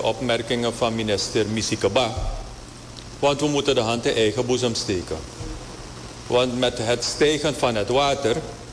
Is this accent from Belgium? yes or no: no; Suriname; wij zelf als Surinamers